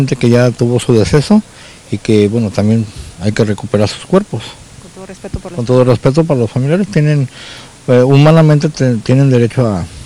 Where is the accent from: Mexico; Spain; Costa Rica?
Mexico; soy del país de México